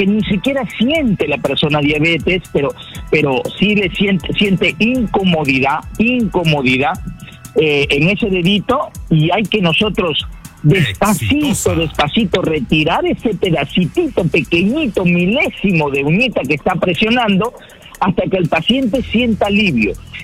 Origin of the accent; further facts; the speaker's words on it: Peru; a nuestras personas peruanas como nosotros, peruanos como tú y yo